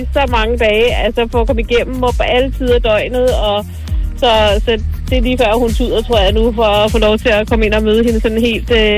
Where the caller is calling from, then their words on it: Næstved, Zealand, Denmark; Vi kommer fra Næstved.